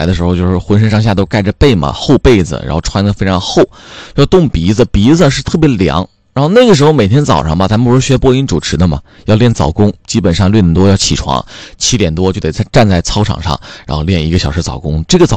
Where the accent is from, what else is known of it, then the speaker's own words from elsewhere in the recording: Northeast China, China; moved away as an adult; also born or lived in Chengdu; 因为从小在东北长大，东北的早餐一般都是喝粥啊